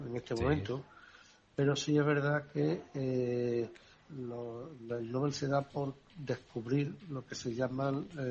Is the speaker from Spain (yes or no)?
yes; Spain; Insisto, no somos los españoles más tontos que ellos.